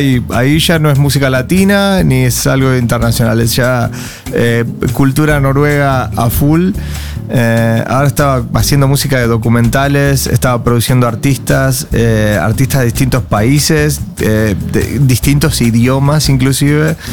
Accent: Argentina; moved away; a mí en mi caso al menos como argentino

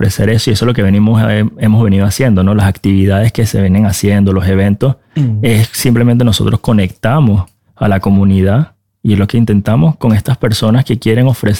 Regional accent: Venezuela; now in Oslo, Norway; Llegamos aquí a Oslo. No es que yo soy venezolano

